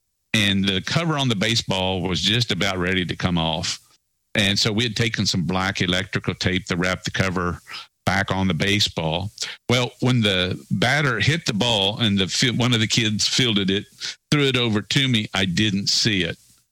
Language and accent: English; Joplin, Missouri, United States; born there; also born or lived in Kansas City; Yeah, well, actually, I was born in Kansas City, and my family and I, we lived in Kansas City the first 5 years of my life. And then we moved to back down to Joplin. My parents were originally from Joplin anyway